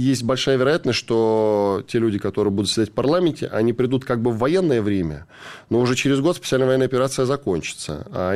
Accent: Moscow, Russia; Я москвич, меньше.

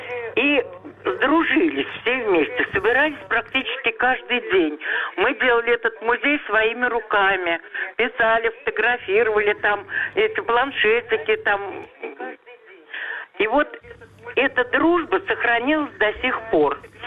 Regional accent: Samara, Samara Oblast, Russia; born there; Я из Самары. … Мне 74 года.

